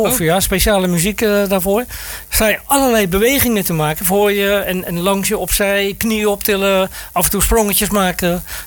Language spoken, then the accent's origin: Dutch; Rotterdam, South Holland, Netherlands; moved away as an adult; now in Capelle aan den IJssel, Netherlands; Ik ben geboren Rotterdammer. Rotterdam West ben ik geboren.